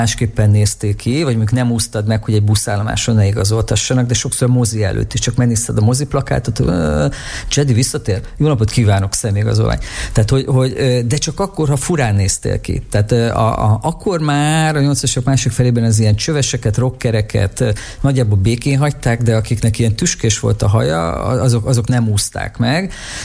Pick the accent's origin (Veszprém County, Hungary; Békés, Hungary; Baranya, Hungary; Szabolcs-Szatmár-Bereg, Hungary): Békés, Hungary; Battonya; now in Budapest, Hungary; szülővárosomban nem sok esemény zajlott, kisváros Békés megyében